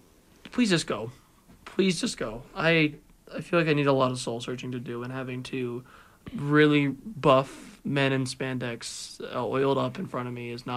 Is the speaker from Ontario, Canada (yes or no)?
no; Calgary, Alberta, Canada; But, no, I'm from Calgary, I live here.